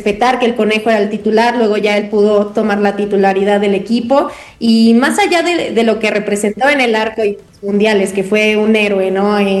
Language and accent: Spanish; Mexico; creo que a veces como mexicanos menospreciamos lo que hizo